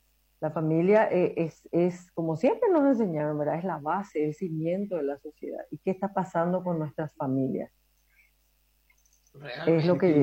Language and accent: Spanish; Paraguay; born there; Yo me siento tan orgullosa de haber nacido en esta tierra, que fue regada con la sangre de muchísimos paraguayos y paraguayas, ¿verdad? Y por sobre todo también me siento muy orgullosa de ser descendiente de las residentas